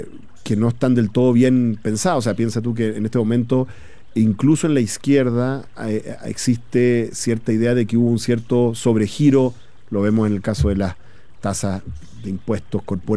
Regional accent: Chile

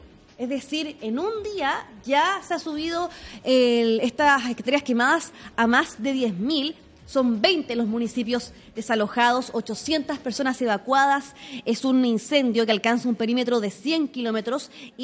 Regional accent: Chile

